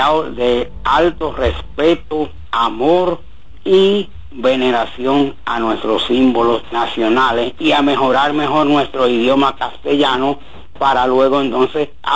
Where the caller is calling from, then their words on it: Jarabacoa, La Vega, Dominican Republic; de Jarabacoa